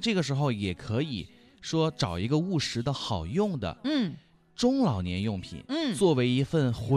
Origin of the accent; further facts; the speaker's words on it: Hunan, China; 确实是对于我们湖南人来说非常熟悉的一个中老年的贴心衣橱了。